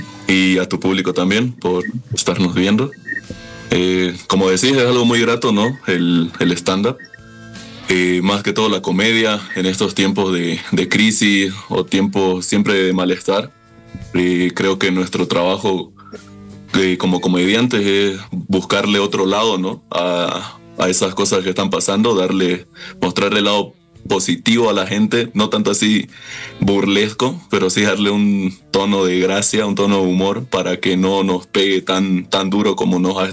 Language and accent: Spanish; Santa Cruz de la Sierra, Santa Cruz, Bolivia; Yo me crié en Santa Cruz